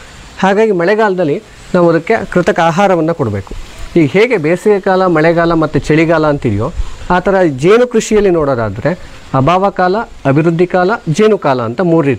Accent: Karnataka, India; ನಮ್ಮ ಮಲೆನಾಡು ಭಾಗಕ್ಕೆ

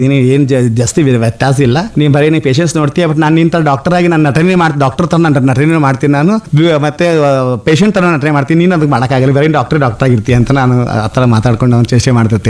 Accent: Raybag, Karnataka, India; ನಮ್ಮ ಹಳ್ಳಿ ಅಲ್ವಾ ಅದು ರಾಯಬಾಗ ಅಂದರೆ ನಾನು ದೊಡ್ಡ ಊರಲ್ಲ ತಾಲೂಕು ಪ್ಲೇಸ್ ಇದ್ರು ಇಟ್ಸ್ ಲೈಕ್ ಗ್ರಾಮ್ ಸ್ಟಿಲ್ ಅದು.

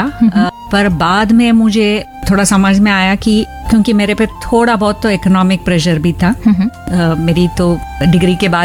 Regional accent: Bangalore, Karnataka, India; मैं पैदा हुई थी बैंगलोर में ही, क्योंकि मेरी मम्मी बैंगलोर से थी तो मैं पैदा वहीं पे हुई थी और मेरा बचपन भी ज्यादातर बैंगलोर में ही था। जब तक मैं 12th स्टैंडर्ड तक थी, तो बैंगलोर में जो कैंटोनमेंट की एरिया है वहाँ हुई थी मेरी स्कूलिंग और जो भी मैंने सीखा था प्राइमरी एजुकेशन।

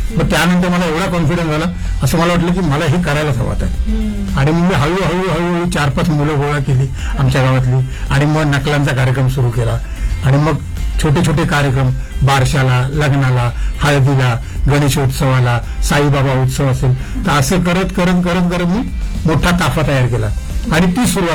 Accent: Mumbai, Maharashtra, India; मी आधी मुंबईत राहायचो. वरळी कोळीवाडा हे माझं गाव आणि कोळीवाडा म्हटलं की संपूर्ण कोळ्यांचं गाव येते.

